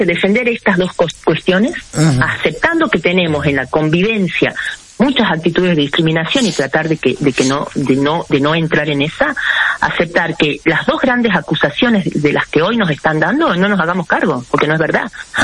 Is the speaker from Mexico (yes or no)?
no; Argentina; born there; yo soy argenta de la cuna hasta el cajón. Nunca me he sentido más argentina que ahora.